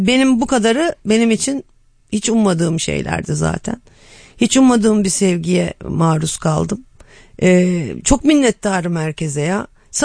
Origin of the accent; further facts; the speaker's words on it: Afyon, Afyonkarahisar, Turkey; also born or lived in Istanbul; Çocukluğum Afyon'da geçti.